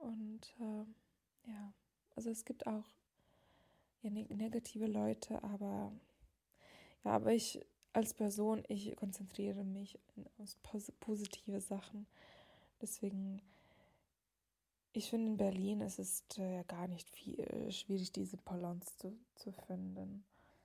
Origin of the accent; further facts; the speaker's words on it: Lithuania; German is a second language; zum Beispiel ich bin noch in Litauen groß geworden, ich bin da sozialisiert geworden und naja, ich kenne mein Land, ich kenne meine Kultur und ich habe dann kein Gefühl, dass ich meine litauische Identität verliere.